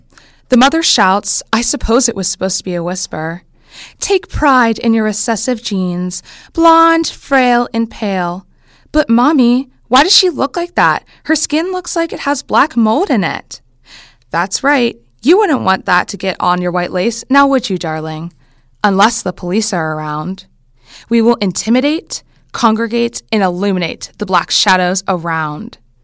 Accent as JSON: {"language": "English", "town": "Bridgeville", "region": "Pennsylvania", "country": "United States", "said": "I'm from the Bridgeville community."}